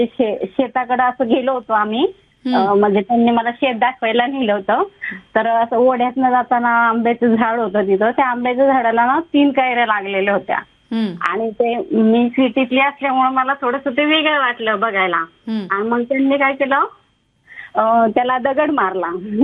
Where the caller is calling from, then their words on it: Pune, Maharashtra, India; मी पुण्यातली आहे, माझ्या मिस्टर गावाकडचे, आमचं भोर तालुक्यामध्ये सांगवी गाव आहे।